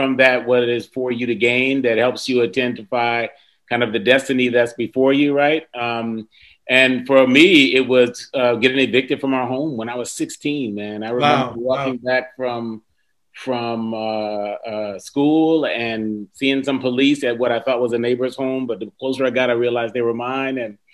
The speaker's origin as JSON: {"language": "English", "town": "Cleveland", "region": "Ohio", "country": "United States", "tie": "born there", "said": "So I was born in Cleveland, Ohio, man. But really appreciated that kind of island upbringing, man."}